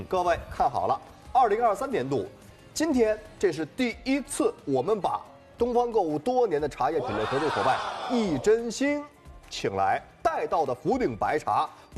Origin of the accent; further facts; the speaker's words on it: Fujian, China; 晚间档分享来自我的家乡福建的一款好茶